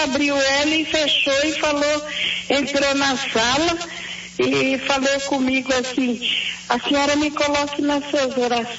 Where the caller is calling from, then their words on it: Curitiba, Paraná, Brazil; do bairro Portão.